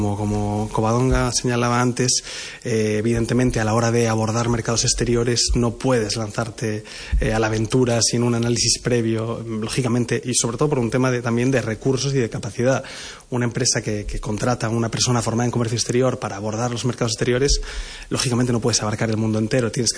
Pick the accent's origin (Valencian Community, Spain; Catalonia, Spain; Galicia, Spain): Galicia, Spain; moved away as an adult; also born or lived in Andalusia / Singapore; ya he vuelto a Galicia, a mi tierra